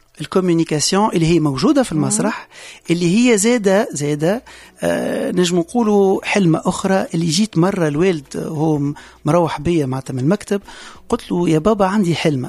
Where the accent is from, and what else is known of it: Tunisia; born there; also born or lived in France